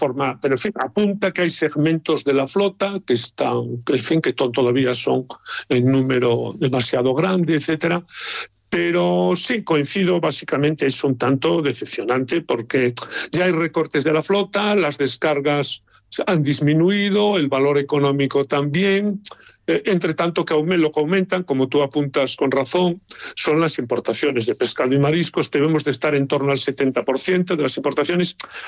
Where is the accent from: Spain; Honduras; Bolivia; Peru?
Spain; Galicia; Por tanto, Europa, España y desde luego mi tierra, Galicia, no podemos privarnos de un sector tan importante